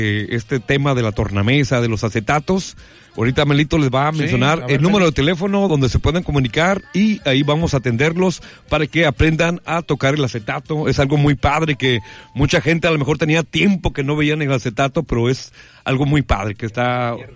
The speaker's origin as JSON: {"language": "Spanish", "country": "Mexico", "said": "los mexicanos sacamos ese fuán que llevamos dentro."}